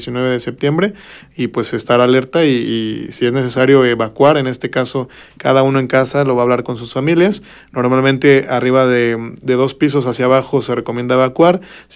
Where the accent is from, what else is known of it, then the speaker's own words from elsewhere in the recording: Mixteca, Mexico; como mexicanos y también pues como acatecos, ¿no? Que como mixtecos, que es nuestra región